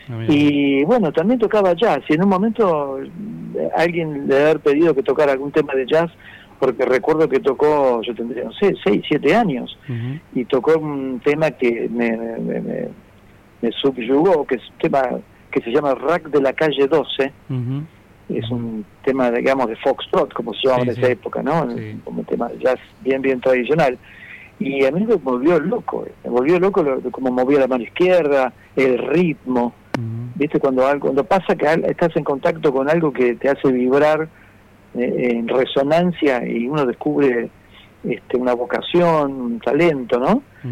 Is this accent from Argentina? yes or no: yes; Buenos Aires, Argentina; yo soy de Buenos Aires y acá el día no está tan lindo